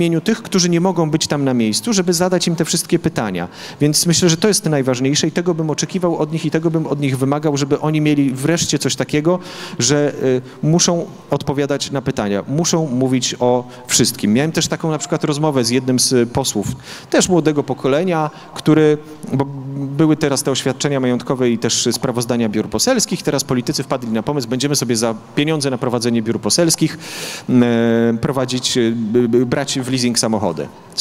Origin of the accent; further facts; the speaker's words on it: Podlaskie Voivodeship, Poland; A wie pan, bo jestem z Podlasia, to jak robię spotkania, to wie pan, jak na Podlasiu jest.